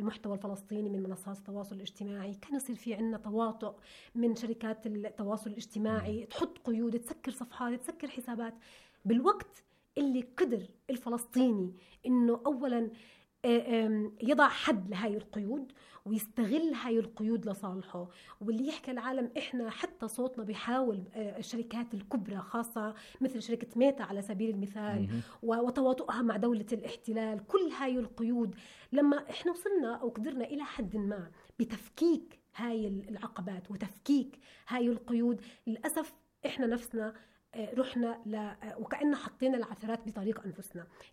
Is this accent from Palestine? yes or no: yes; Palestine; إحنا اليوم صرنا كشعب فلسطين شعب منقسم.